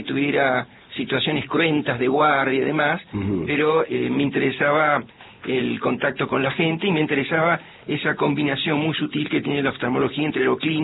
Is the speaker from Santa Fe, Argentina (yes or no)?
no; Mar del Plata, Buenos Aires Province, Argentina; Yo nací en La Plata. Mi familia se trasladó inmediatamente a Mar del Plata, ahí transcurrió mi niñez, mi adolescencia, egresé del Colegio Nacional Mariano Moreno de Mar del Plata